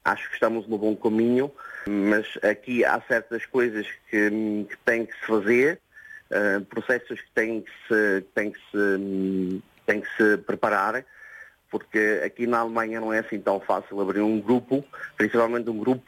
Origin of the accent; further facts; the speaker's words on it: Macedo de Cavaleiros, Bragança, Portugal; now in Germany; Eu sou natural de Macedo Cavaleiros.